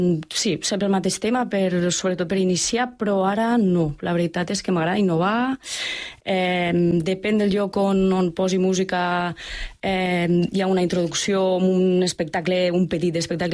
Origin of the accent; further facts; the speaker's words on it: La Seu d'Urgell, Catalonia, Spain; also born or lived in Montferrer; soc de Montferrer, però soc nascuda a la Seu, he viscut a la Seu, la meva mare viu a la Seu